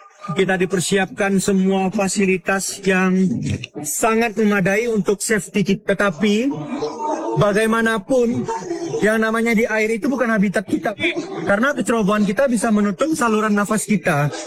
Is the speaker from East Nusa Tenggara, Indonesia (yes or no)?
no; Pekanbaru, Riau, Indonesia; asal dari Pekanbaru, Riau.